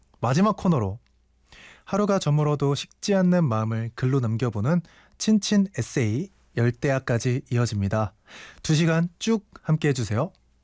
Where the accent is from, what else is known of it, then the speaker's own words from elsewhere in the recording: Cheonan, South Chungcheong, South Korea; born there; 충청남도 천안에서 태어났고요. 02년생입니다.